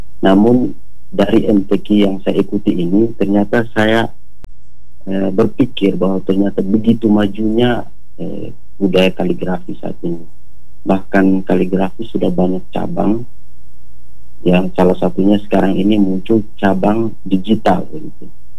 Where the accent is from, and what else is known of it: East Nusa Tenggara, Indonesia; born there